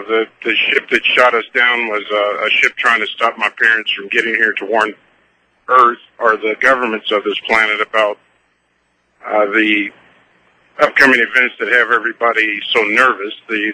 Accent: Indiana, United States; Well, on this planet, I'm from Indiana.

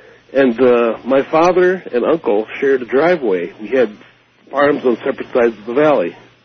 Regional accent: Wisconsin, United States; born there; now in Monroe, United States; we lived on a farm between Darlington and Schultzburg, Wisconsin, kind of a hilly farmland with small woods here and there.

